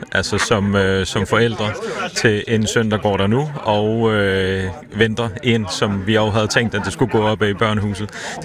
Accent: Capital Region of Denmark, Denmark; Jeg er jo bornholmer, vi flytter hertil.

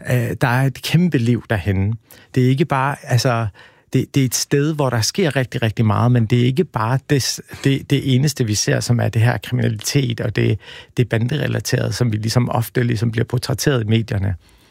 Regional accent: Aarhus, Central Denmark Region, Denmark; jeg er jo selv fra Aarhus, og jeg gik i 10. klasse i Brabrand i Torvshøjskolen

